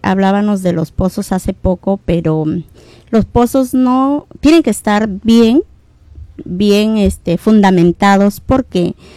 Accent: Ayabaca, Piura, Peru; yo soy ayabaquina del Alto Piura

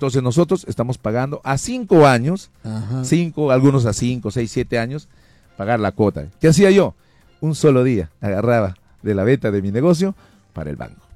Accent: Peru; nuestro Perú tiene mucho

